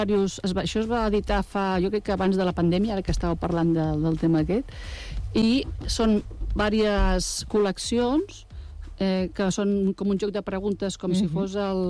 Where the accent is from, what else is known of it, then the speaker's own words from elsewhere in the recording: Badalona, Catalonia, Spain; soc de Badalona.